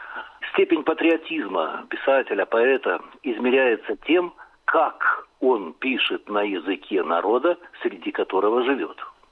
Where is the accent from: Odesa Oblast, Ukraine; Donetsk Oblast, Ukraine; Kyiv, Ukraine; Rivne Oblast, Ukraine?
Donetsk Oblast, Ukraine; Donetsk; если бы я уехал из Донецка, я бы был обязан перестать писать на эту тему.